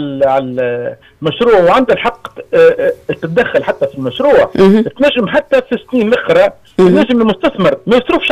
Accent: Tunisia; احنا في تونس

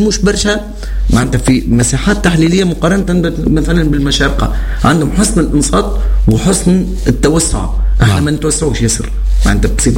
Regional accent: Tunisia

